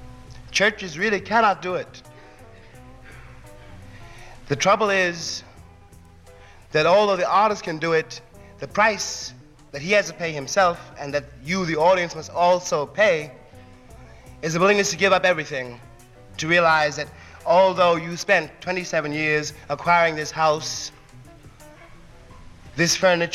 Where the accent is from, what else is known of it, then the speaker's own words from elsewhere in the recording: United States; being an American artist, of being not yet 65 years old, and of being an American Negro artist in 1963